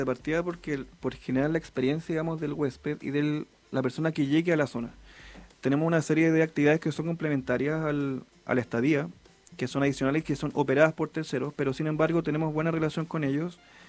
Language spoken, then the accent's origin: Spanish; Antofagasta, Chile; Yo soy de Antofagasta. Sí.